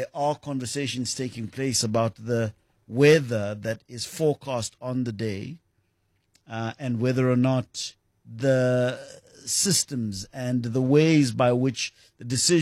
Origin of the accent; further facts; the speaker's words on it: South Africa; And I suppose as a South African, I feel a little bit of embarrassment.